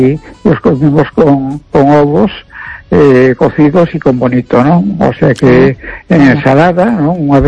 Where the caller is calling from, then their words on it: A Coruña, Galicia, Spain; de Esta Coruña.